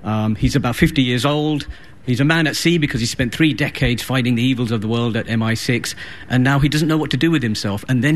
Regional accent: United Kingdom; And because I myself, as a British Asian, who grew up watching James Bond, with my dad in particular.

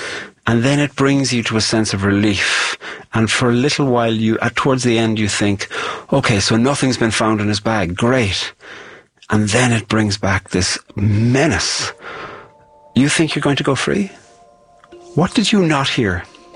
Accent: Ireland; I'm a poet from Ireland.

